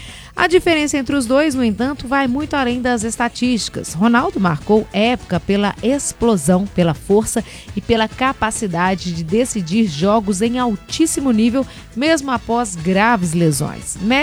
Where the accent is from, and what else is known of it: Brazil